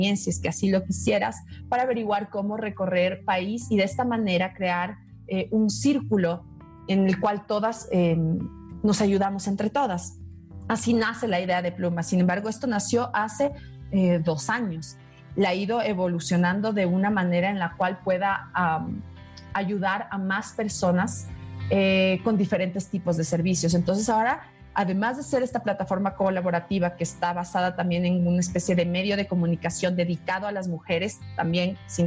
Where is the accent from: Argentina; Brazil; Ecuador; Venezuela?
Ecuador; Quito, Pichincha; en la ciudad de Quito, yo soy quiteña